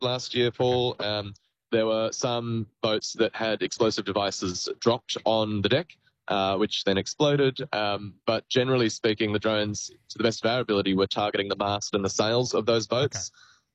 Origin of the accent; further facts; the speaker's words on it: Australia; now in Newcastle, Australia; And I think it's my duty as an Australian to do everything I can